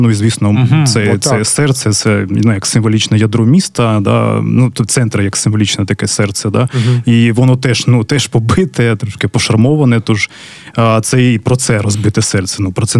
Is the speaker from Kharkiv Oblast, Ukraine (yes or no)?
yes; Kharkiv, Kharkiv Oblast, Ukraine; Тому я харків'янин, більша частина команди теж з Харкова, всі ми дуже любимо своє місто